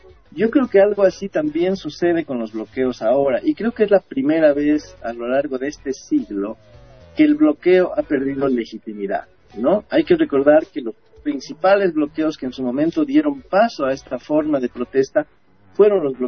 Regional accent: Bolivia; como bolivianos que conocemos la historia reciente

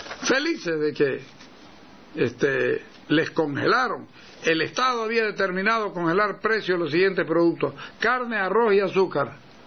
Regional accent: Santa Cruz, Bolivia; es muy difícil ser boliviano siendo cruceño. Por eso digo, Santa Cruz es mi patria, Bolivia es mi país.

